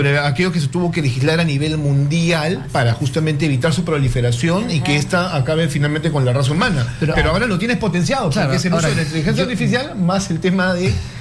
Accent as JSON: {"language": "Spanish", "country": "Peru", "said": "nosotros como peruanos estamos muy alejados de lo que el mundo, digamos, en este momento está desarrollando"}